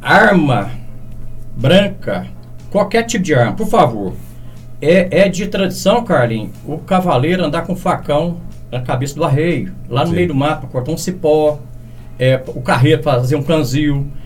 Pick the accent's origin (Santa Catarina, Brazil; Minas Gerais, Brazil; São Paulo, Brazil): Minas Gerais, Brazil; Cedro do Abaeté; moved away; Sé do Abaeté, minha terra natal